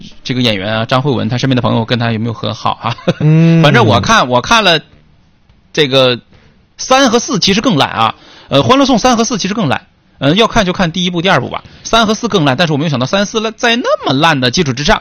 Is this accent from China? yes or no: yes; Northeast China, China; 咱们东北人啊，东北人